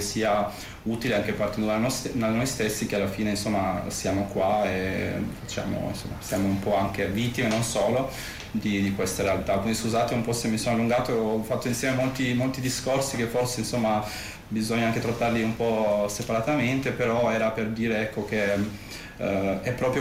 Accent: Albania; now in Italy; dall'Albania. E quindi parlo soprattutto, anche non solo, ma delle aziende italiane che sfruttano, insomma, io ho vissuto in Albania fino al 2015

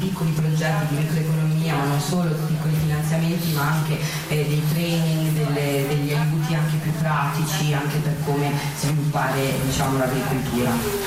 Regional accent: Ramallah, West Bank, Palestine; siamo tutti palestinesi, ma purtroppo veniamo da città diverse, con difficoltà diverse. Io per esempio vengo da Ramallah

